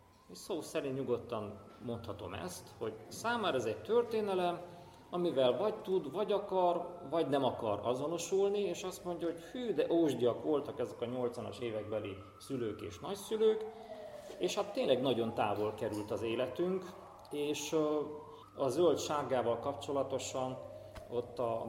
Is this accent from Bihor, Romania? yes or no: yes; Fügyivásárhely, Bihor, Romania; also born or lived in Oradea; Én nagyváradi születésű vagyok, Fügyivásárhelyen nőttem fel.